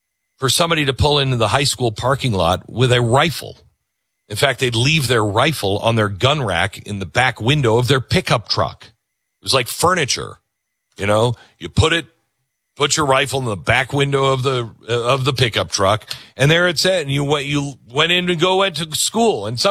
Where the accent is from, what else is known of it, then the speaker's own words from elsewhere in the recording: Mount Vernon, Washington, United States; I grew up in Mount Vernon, Washington. It's about, I don't know, 70 miles north of Seattle.